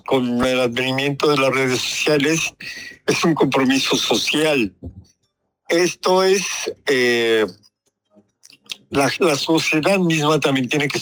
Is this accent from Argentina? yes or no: no; Mexico; como sociedad, como mexicanos.